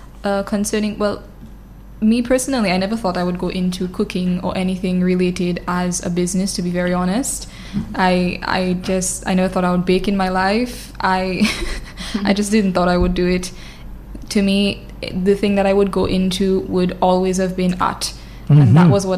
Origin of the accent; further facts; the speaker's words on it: Dominica; I'm from Tarashpit.